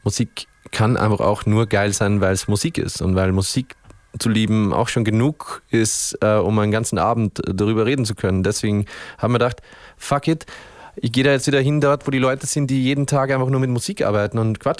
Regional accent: Upper Austria, Austria; now in Vienna, Austria; Ich glaube, ich denke da auch manchmal drüber nach, bin ich jetzt Oberösterreicher oder bin ich beides? Bin ich eigentlich ein Wiener? Ich muss jetzt mal rechnen. Ich glaube, ich bin schon fast die Hälfte meines Lebens jetzt auch in Wien.

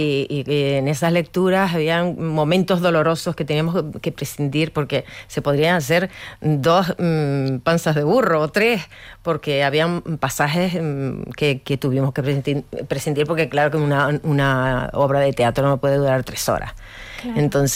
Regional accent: Buenavista del Norte, Canary Islands, Spain; somos de pueblo, yo soy de Buenavista

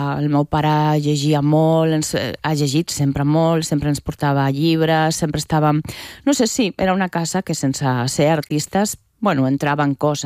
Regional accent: Zaragoza, Aragon, Spain; la meva infantesa era a Saragossa, molt tranquil·la i amb molt bons amics, que molts conservo des de que érem superpetits.

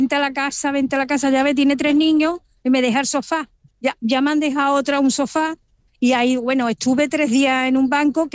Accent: Málaga, Andalusia, Spain; Si Málaga era maravillosa, soy una malagueña de pura ce

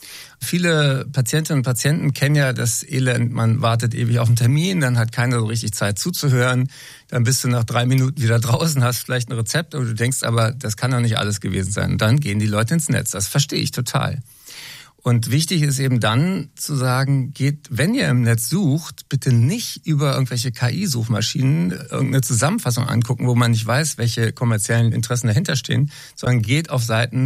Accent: Berlin, Germany; Ich habe eben welche getroffen, zum Beispiel Victoria in Berlin, meiner Heimatstadt.

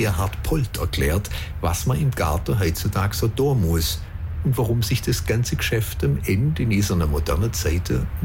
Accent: Beisinger, Baden-Württemberg, Germany; born or raised there

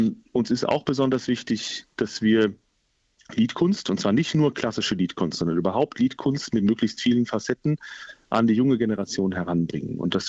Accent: Limburg, Hesse, Germany; Tatsächlich auf meine Heimatstadt. Es ist immer was Besonderes, in Limburg zu sein. Ich bin da aufgewachsen, habe da musikalisch gehen gelernt.

